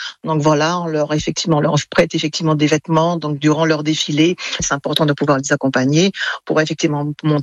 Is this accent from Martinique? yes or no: yes; Martinique; moi aussi je suis originaire de la Martinique.